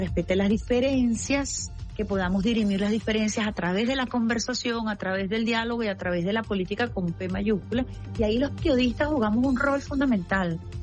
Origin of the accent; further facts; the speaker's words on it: Venezuela; nosotros tenemos que plantearnos como venezolanos y venezolanas